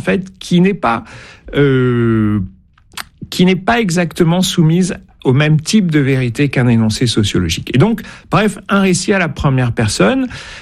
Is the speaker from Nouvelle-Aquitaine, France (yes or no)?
yes; Landes, Nouvelle-Aquitaine, France; j'ai grandi dans les Landes